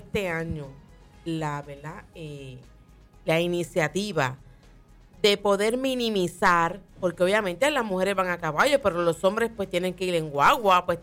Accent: Fajardo, Puerto Rico; De verdad es bonito cuando tú visitas otros pueblos y le dices, yo soy de Fajardo. O sea, Fajardo viene siendo la esquina, ¿sabes? La esquina aquí, ¿sabes?

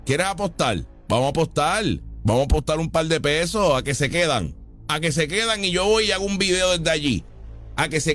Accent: Puerto Rico; Pues yo como puertorriqueño quiero que se quede allí la palguera.

